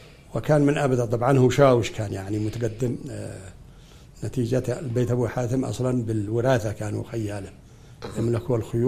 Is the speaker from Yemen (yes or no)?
yes; Nahm, Sanaa, Yemen; ومن أب وأم، الأب منه والأم من ثلا، بني مضر. ويعني ترعرعت في الفينة في ظل أوضاع متخلفة